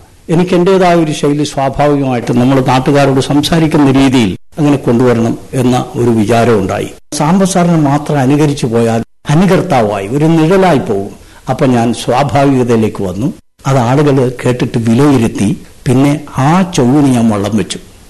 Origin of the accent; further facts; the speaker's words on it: Kerala, India; നമ്മുടെ നാടിന്റെ, കേരളത്തിന്റെ